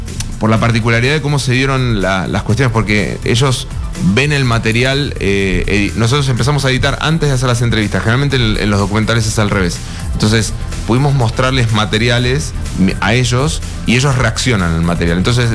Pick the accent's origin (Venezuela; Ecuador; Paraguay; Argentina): Argentina; Nosotros como argentinos por ahí somos muy orgullosos de ese evento en particular